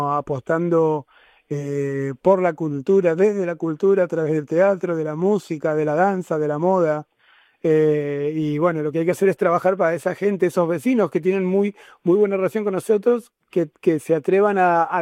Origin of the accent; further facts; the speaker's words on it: Buenos Aires, Argentina; also born or lived in Santiago, Chile / Madrid, Spain; now in Salobreña, Spain; yo soy argentino, vengo de Buenos Aires, viví muchos años en Santiago de Chile, viví muchos años en Madrid y claro, me considero una rata de ciudad